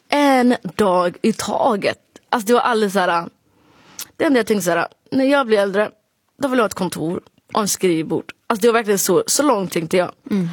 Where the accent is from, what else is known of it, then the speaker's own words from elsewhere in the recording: Sweden; accent: rikssvenska; jag tycker att jag pratar rikssvenska liksom